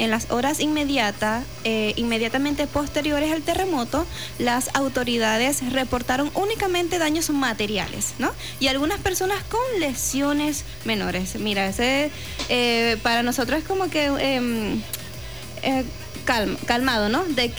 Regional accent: Venezuela; Para nosotros como venezolanos

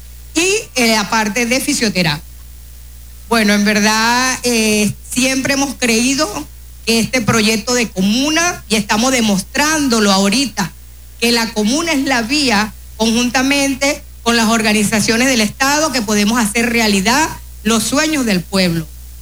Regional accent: Monagas, Venezuela; pero nosotros como venezolanos y monaguenses hemos logrado

